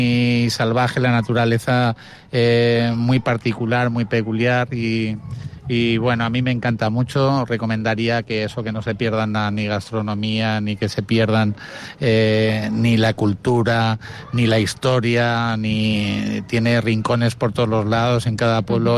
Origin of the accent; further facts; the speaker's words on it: Galicia, Spain; born there; now in Alpujarra, Spain; Yo, que soy gallego de nacimiento y ahora me han acogido aquí.